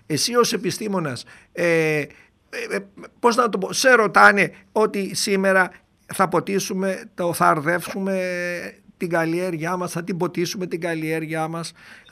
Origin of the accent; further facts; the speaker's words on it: Doirani, Central Macedonia, Greece; moved away; στο χωριό μου στη Δοϊράνη στο Κυλκής